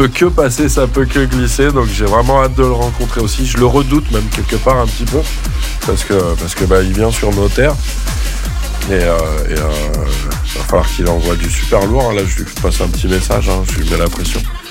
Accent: Normandy, France; moi en tant que Normand, demi-sel

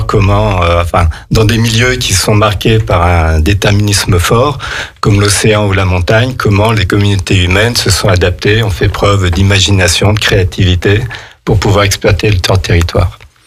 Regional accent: Lyon, Auvergne-Rhône-Alpes, France; born there; also born or lived in Normandy / Savoie; now in Aix-les-Bains, France; moi j'ai pas grandi en Normandie, né en Savoie, mais à Lyon

